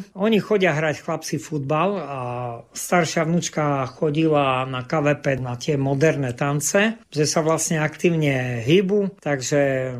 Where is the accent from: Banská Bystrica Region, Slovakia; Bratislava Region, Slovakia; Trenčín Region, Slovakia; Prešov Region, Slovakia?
Prešov Region, Slovakia; Stropkov; born there; ja som sa narodil vlastne v Stropkove. Rodičia Rusini, otec pracoval v Ostrave a keď postavili vežetku, sa vrátil, aby bol bližšie domov. Že mamka vlastne pochádza z Bodružalu.